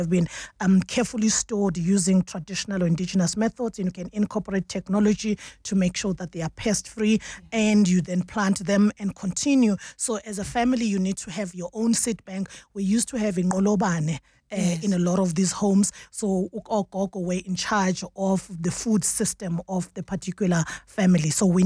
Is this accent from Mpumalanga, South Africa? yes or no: yes; Mpumalanga, South Africa; Yeah, because I come from the Lowveld where, if you know Mbombela, Nelspruit used to be called as the city of Imboza Nema Orange, which is the tobacco and oranges. So I come from that area.